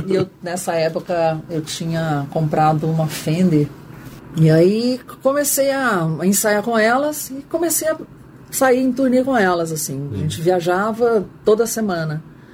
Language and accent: Portuguese; Uberlândia, Minas Gerais, Brazil; now in Campinas, Brazil; Eu vim de Uberlândia, com uma cidade bem menor.